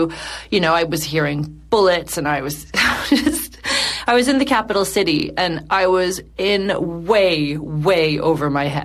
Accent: Canada; as a Canadian, you know, I had traveled, but I'd never been to somewhere that I would consider a conflict zone

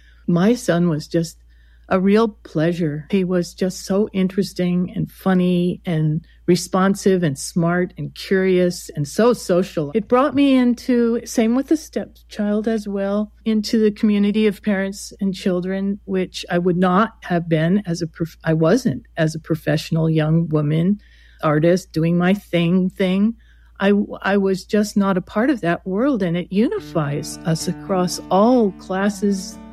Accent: California, United States; and she's from Wyoming and I'm from California.

